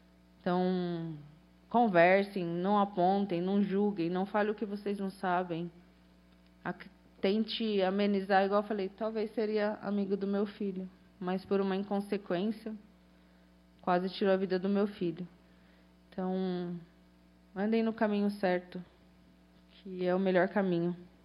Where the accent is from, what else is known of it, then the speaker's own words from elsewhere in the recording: São Bernardo do Campo, São Paulo, Brazil; moved away; Eu saí de São Bernardo do Campo para ter uma vida melhor.